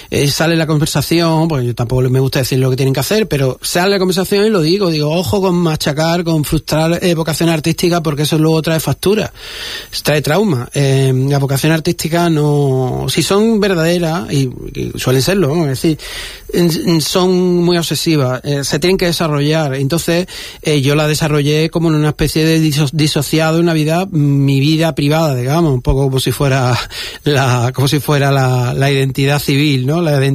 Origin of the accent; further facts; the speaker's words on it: Málaga, Andalusia, Spain; also born or lived in Torremolinos; Yo soy de la carretera de Cádiz, yo me crié en los bloques de Ardira, enfrente de la, bueno, pues la, al lado de la Barriada de la Luz, está justo en la antesala, digamos, la Barriada de la Luz, o sea, un barrio obrero, y acabé en Torremolino